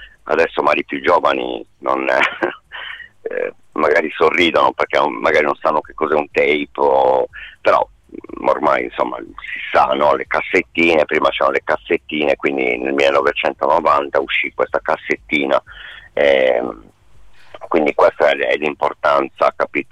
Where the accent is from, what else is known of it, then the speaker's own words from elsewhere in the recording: Iglesias, Sardinia, Italy; io e Fabio siamo cresciuti a Iglesias, cioè per le strade di Iglesias